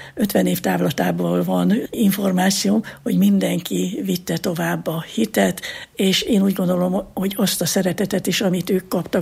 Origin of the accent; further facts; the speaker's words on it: Szikszó, Borsod-Abaúj-Zemplén, Hungary; born there; történetesen Szikszón születtem, tehát az ottani kisvárosba